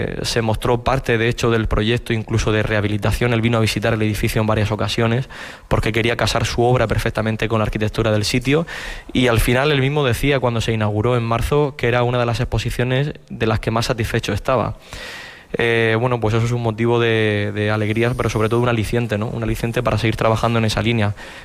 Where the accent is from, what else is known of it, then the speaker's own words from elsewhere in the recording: Region of Murcia, Spain; tal y como somos los murcianos